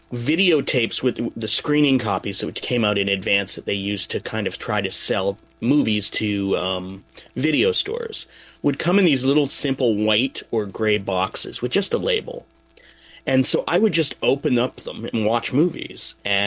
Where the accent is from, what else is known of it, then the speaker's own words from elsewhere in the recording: Alberta, Canada; also born or lived in Oshawa; I was born in Oshawa, I grew up in Alberta